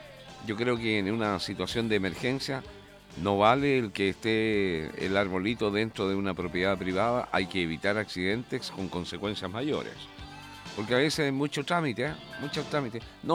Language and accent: Spanish; Chile; Es que somos chilenos.